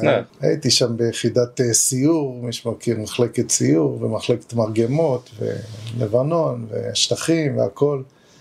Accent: Nir Oz, Southern District, Israel; moved away; אני מכיר אותה מילדותי שגדלתי בניר עוז

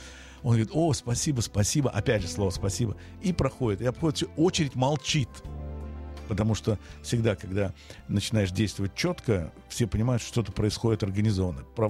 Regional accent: Israel; я из Израиля.

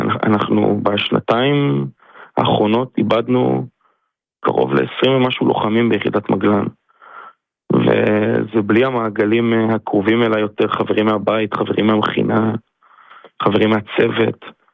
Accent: Zikhron Ya'akov, Haifa District, Israel; ספיר, אני מזכיר לכם, הוא מגיע מאלי. אני מגיע מזיכרון, הפלגה שלנו הייתה חצויה במובן הזה

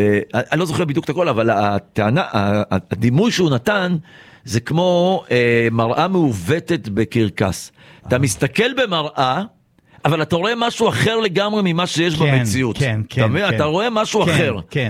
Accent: Russia; אני רוסי מבטן ולידה

